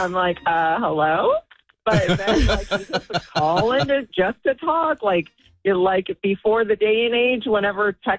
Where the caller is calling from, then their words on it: Oakdale, California, United States; from Oakdale.